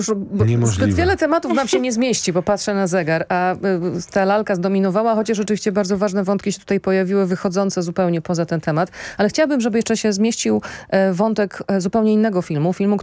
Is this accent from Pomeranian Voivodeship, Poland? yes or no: no; Radom, Masovian Voivodeship, Poland; Jesteśmy oboje z Radomia